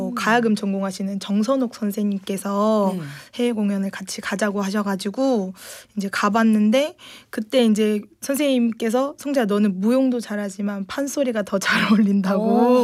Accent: Hwasun, South Jeolla, South Korea; also born or lived in Gwangju; 제가 화순이 고향입니다.

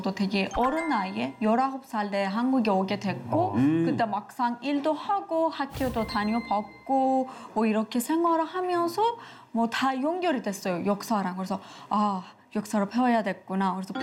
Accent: Iran; Korean is a second language; now in South Korea

